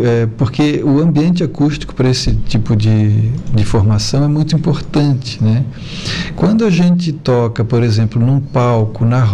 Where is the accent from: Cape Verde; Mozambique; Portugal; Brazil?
Brazil; Florianópolis, Santa Catarina; born there